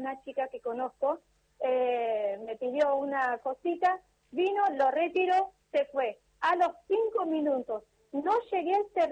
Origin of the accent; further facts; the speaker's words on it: Armenia; now in Argentina; Yo soy armenia.